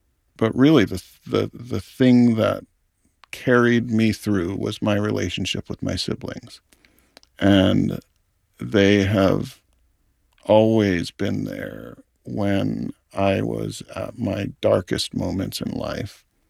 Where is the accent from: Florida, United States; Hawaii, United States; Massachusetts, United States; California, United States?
Hawaii, United States; I always sort of compartmentalized my upbringing and my culture and growing up in Hawaii as sort of a separate thing than my experience as a filmmaker